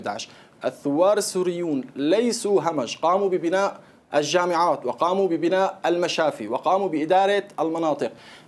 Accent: Damascus, Damascus Governorate, Syria; أنا من دمشق، من حي القدم. حي القدم عبارة عن 10,000 نسمة من مكونات مختلفة.

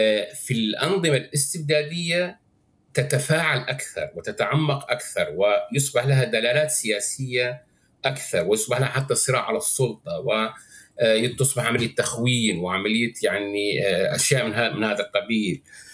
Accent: Syria; نحن نحتاج كسوريين

